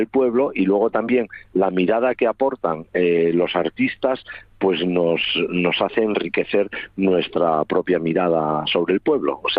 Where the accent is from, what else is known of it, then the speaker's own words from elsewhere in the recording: Mieres, Asturias, Spain; born there; Yo soy de San Román, bueno, no soy de San Román exactamente, pero soy hijo de padre y madre de Candamo, y nacido en Mieres por circunstancias laborales de mis padres, pero siempre vinculado a San Román toda mi vida.